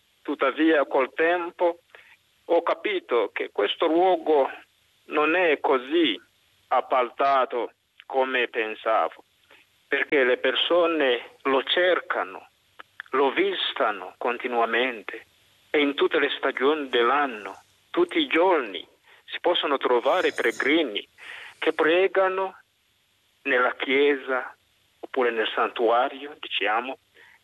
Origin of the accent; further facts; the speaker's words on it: Uganda; now in Pietralba, Italy; vengo dall'Uganda